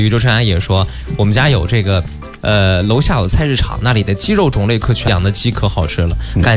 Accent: Northeast China, China; moved away; 我老家在东北

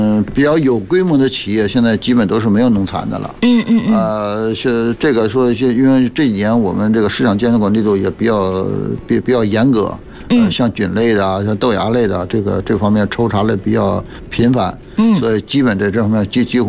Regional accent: China

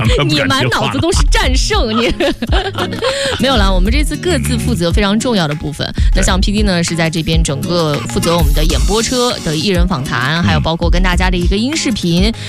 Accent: China

